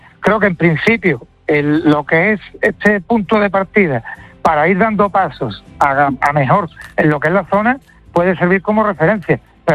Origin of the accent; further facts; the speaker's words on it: Spain; Si nosotros que somos españoles, o por ejemplo si fuéramos portugueses, estamos en espacio Schengen